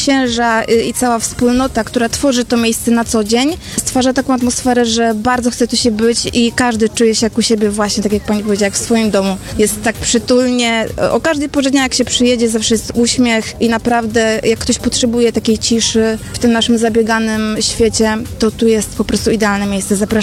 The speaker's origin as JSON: {"language": "Polish", "town": "Wałcz", "region": "West Pomeranian Voivodeship", "country": "Poland", "said": "Pochodzimy z parafii Miłosierdzia Bożego z Wałcza."}